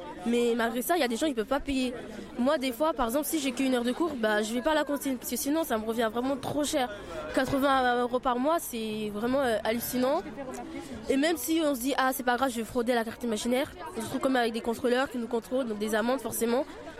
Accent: Sarcelles, Île-de-France, France; je suis habitante de Sarcelles, et ils m'ont envoyé à Villiers-le-Bel. Et aujourd'hui, je me trouve à faire une heure de trajet, alors que je répète encore une fois, j'ai 15 ans.

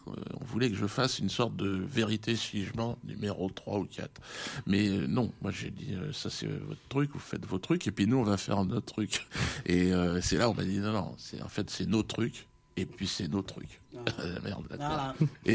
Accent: Cameroon; En tant que Camerounais, si tu veux, je sais ce qu'a fait De Gaulle au Cameroun.

